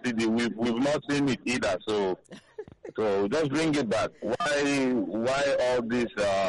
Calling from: Lagos, Nigeria; I'm calling from White Sand. That's the Isheri White Sand.

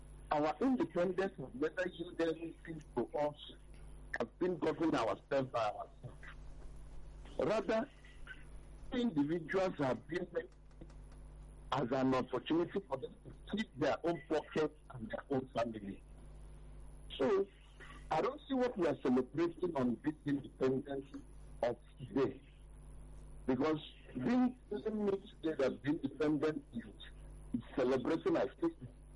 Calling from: Nigeria

